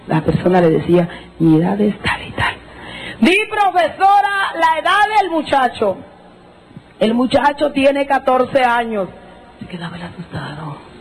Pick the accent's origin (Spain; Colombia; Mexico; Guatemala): Guatemala; Jutiapa; Porque yo soy de Jutiapa, soy de Oriente, y en Jutiapa, en Oriente, eso de payasos y de tonterías no nos gusta.